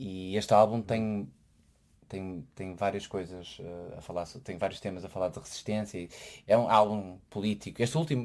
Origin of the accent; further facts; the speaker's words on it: Portugal; moved away; eu quando digo que sou de Portugal